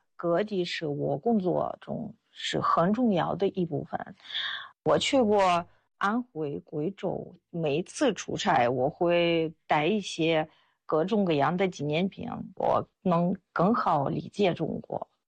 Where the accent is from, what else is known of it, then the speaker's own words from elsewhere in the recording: Russia; Chinese is a second language; moved away as an adult; now in China; 我是俄罗斯人，我在中国生活了25年，现在在党史研究院做翻译工作。